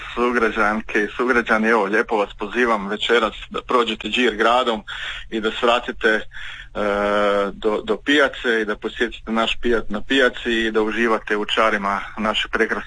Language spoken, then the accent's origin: Croatian; Zadar, Zadar County, Croatia; tu kod nas u Zadru